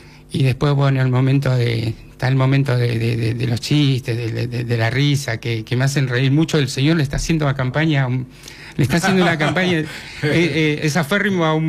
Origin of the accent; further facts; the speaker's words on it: Chilecito, La Rioja, Argentina; born there; se vuelven y acá nací yo, acá en Chilecito. Tuve el privilegio de nacer acá y orgulloso de nacer acá